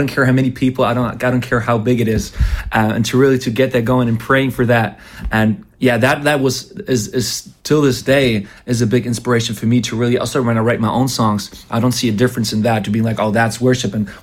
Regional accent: Munich, Bavaria, Germany; now in Mainz, Germany; I was born in Munich, but yeah, God put me here now

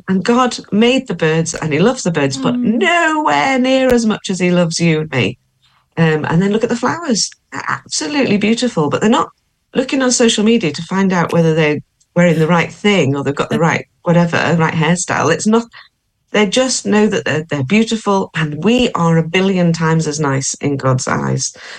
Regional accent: Isle of Man; now in Lancaster, United Kingdom; I'm from the Isle of Man, so I've seen a lot of seagulls, and I live in Lancaster, so I'm quite near the coast.

